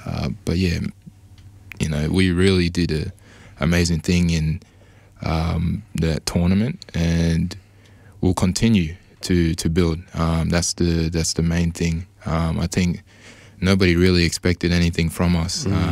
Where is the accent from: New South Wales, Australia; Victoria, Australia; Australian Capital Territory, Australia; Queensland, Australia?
Victoria, Australia; Melbourne; I was born here in Melbourne. You know, grew up around my family in the southeastern region of Melbourne